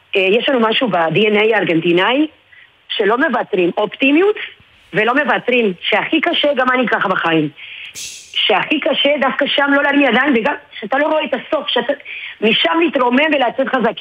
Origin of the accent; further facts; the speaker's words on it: Argentina; מותר לי להגיד כארגנטינאית, חבר'ה, צריך טיפה לעבוד יותר על הגנה